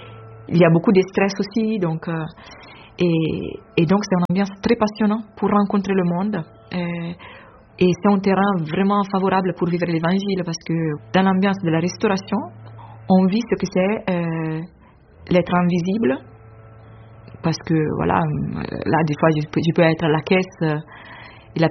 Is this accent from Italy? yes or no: yes; Italy; French is a second language; moved away